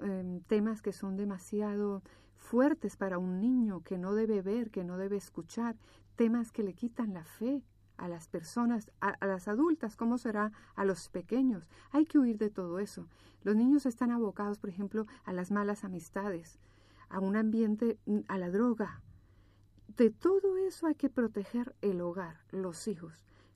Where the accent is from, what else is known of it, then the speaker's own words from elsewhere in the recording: Colombia; moved away as an adult; now in Barcelona, Spain; Sí, yo soy colombiana. Y hace 5 años vivo en Barcelona y soy madre de 3 niños